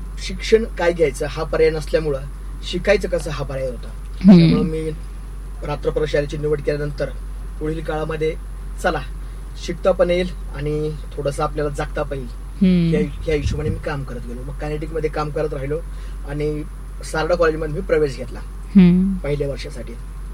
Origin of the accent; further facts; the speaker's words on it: Ahmednagar, Maharashtra, India; माझं मूळ गाव दशमी गावात, परंतु गेल्या 35 ते 40 वर्षांपासून, थोडक्यात जन्मापासून केडगाव मध्ये माझं बालपण गेलं।